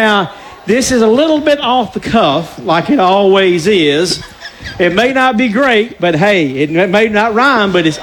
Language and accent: English; Statham, Georgia, United States; also born or lived in Rome, Georgia; I was born in Rome, Georgia. In Rome, okay. But excellent. I grew up in the big town of Statham, Georgia.